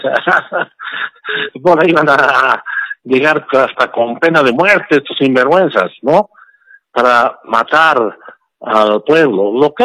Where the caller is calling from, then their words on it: El Alto, La Paz, Bolivia; te hablo del Alto.